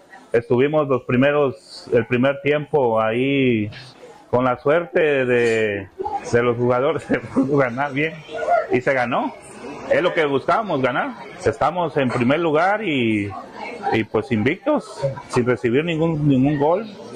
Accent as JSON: {"language": "Spanish", "town": "Yanga", "region": "Veracruz", "country": "Mexico", "tie": "born or raised there", "also_born_or_lived": "Tabasco", "said": "yo soy nacido en Tabasco, pero criado en Veracruz. Okay. Pero somos de Palmillas, Yanga, Veracruz."}